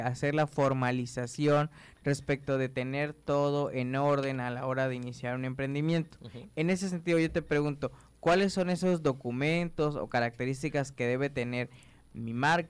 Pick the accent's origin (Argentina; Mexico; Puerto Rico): Mexico; a la gente siempre hay dos cosas que le preocupan, como mexicanos creo yo